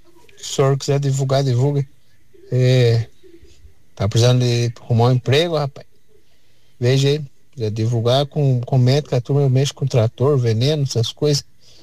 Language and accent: Portuguese; Campina do Monte Alegre, São Paulo, Brazil; moved away; Eu morei lá na Fazenda desde lá, Campina do Monte Alegre. Ah, lá, quando eu era criança, ia buscar leite descalço, cara.